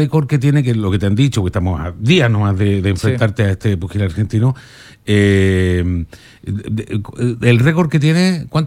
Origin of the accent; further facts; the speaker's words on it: Iquique, Tarapacá, Chile; todos los que vivimos acá en esta tierra, para los que somos iquiqueños, tenemos familia iquiqueña